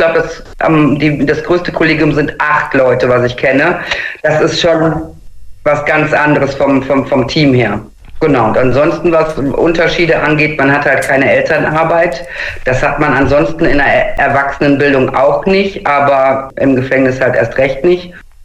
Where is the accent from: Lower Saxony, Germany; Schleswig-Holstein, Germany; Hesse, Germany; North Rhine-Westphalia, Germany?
North Rhine-Westphalia, Germany; Xanten; also born or lived in Münster; Ich bin in Münster geboren, in Xanten groß geworden, jetzt das 27. Mal umgezogen und deswegen sage ich nicht alle Stationen auf.